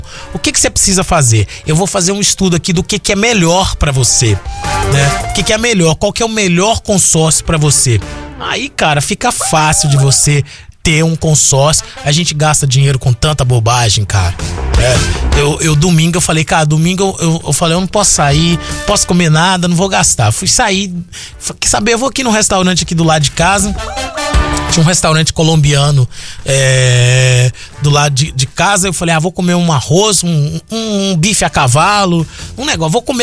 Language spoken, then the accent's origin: Portuguese; Brazil; moved away; sou brasileiro.